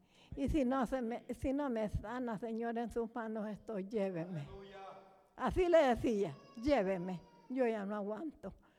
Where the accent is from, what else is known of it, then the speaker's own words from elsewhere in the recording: Jiquilisco, Usulután, El Salvador; moved away; Allá donde yo pasaba consulta en Jiquilisco, porque yo vengo de Jiquilisco, Usulután